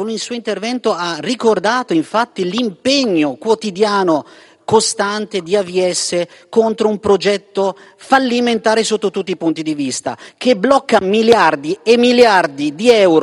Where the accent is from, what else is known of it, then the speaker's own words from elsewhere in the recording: Lombardy, Italy; mentre io ad esempio sono lombardo, tante infrastrutture